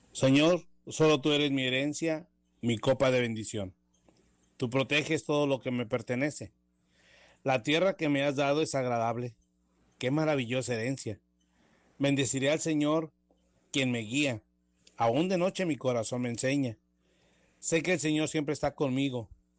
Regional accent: Bajío, Mexico; now in Apodaca, Mexico; yo no soy de aquí, de Monterrey. Yo soy oriundo de allá del Bajío

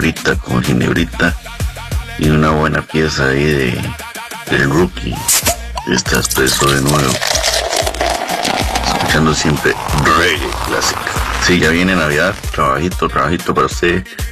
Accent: Coronado, San José, Costa Rica; Hola, muy buenos días … de Coronado.

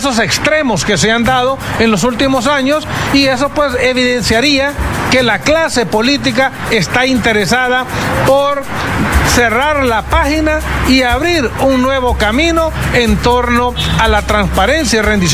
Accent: Honduras; nosotros como hondureños estamos exigiéndole a los partidos tradicionales

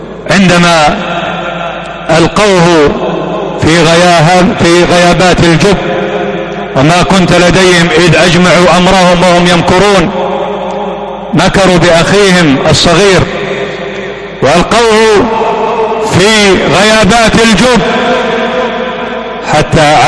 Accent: Yemen

